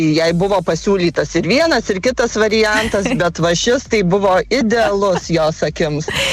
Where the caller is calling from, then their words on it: Alytus County, Lithuania; Mes esam iš Alytaus rajono